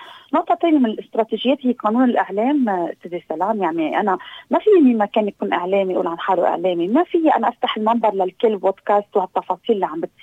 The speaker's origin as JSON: {"language": "Arabic", "country": "Lebanon", "said": "أنه أنا بالنهاية أنا لبناني، ما بدي خون الآخر."}